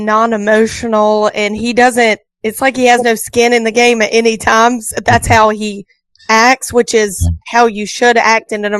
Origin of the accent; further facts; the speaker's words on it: the South, United States; accent: southern; I yell, "Kyle!" in my southern accent.